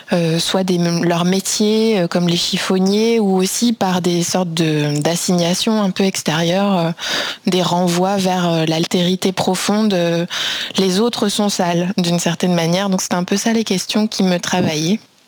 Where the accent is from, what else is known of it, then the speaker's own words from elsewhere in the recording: France; also born or lived in Brussels, Belgium; Mais au départ, je suis française et j'ai un parcours de sciences sociales au sens large avant de me spécialiser en anthropologie.